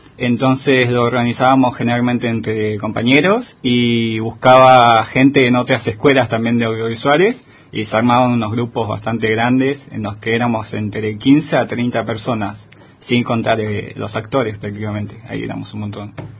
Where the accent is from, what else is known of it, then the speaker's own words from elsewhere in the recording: Buenos Aires, Argentina; now in Esquel, Argentina; Vengo de Buenos Aires, estoy acá en Esquel hace principio de año, más o menos.